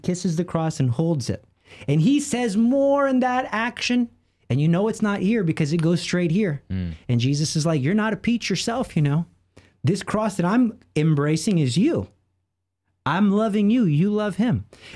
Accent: Texas, United States; I am from Texas.

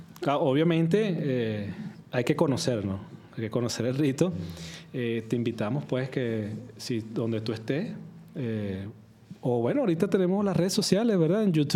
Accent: Venezuela; yo también soy venezolano y obviamente en Venezuela las misas, cuando llega la Navidad, el ritmo de la liturgia cambia

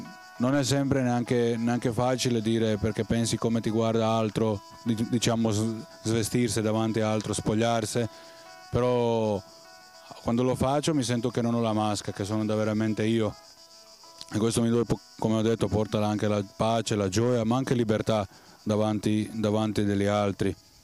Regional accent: Croatia; now in Italy; vengo dalla Croazia, sono alcuni anni che vivo nella questa realtà della comunità Cenacolo.

